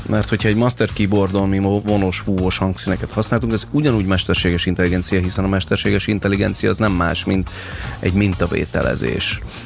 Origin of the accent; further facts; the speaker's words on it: Hungary; magyarként